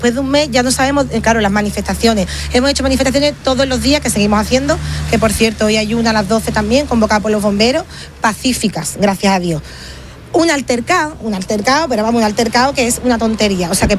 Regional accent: Ceuta, Spain; yo soy una persona que me considero, obviamente, que me quiero quedar en mi tierra, pero tú ahora te planteas si esto va a seguir así, si tu estado te abandona, tú dices, yo me voy a quedar en Ceuta

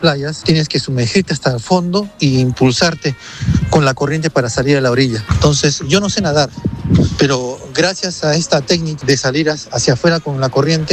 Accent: Peru; Un saludo enorme, soy ponedor de Perú, saludos.

